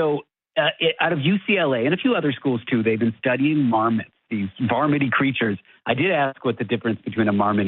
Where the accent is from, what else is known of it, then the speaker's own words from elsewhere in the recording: Toronto, Ontario, Canada; I'm from Toronto.